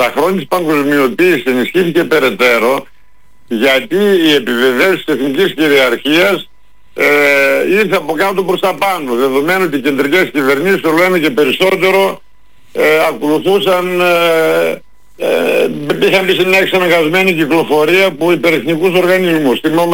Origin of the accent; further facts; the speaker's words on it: Macedonia, Greece; Τη Χαλκιδική την ξέρω λίγο καλύτερα από εκείνο, ως Μακεδόνας.